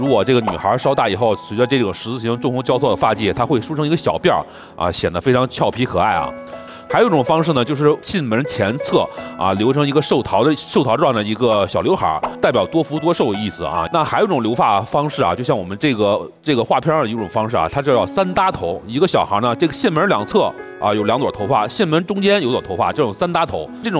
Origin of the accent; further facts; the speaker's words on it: China; 我们中国人